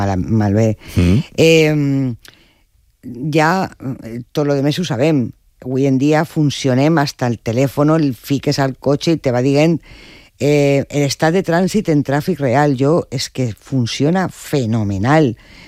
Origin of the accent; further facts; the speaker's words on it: Cuenca, Castilla-La Mancha, Spain; si jo me'n vaig cap a Madrid, perquè tinc el meu poble a Conca